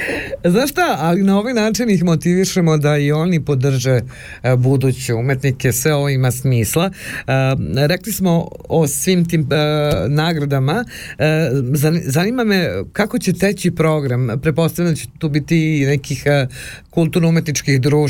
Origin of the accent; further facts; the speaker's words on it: Prevešt, Šumadija and Western Serbia, Serbia; nisam ja iz daleka, ja sam iz Prevešta, po Bogu.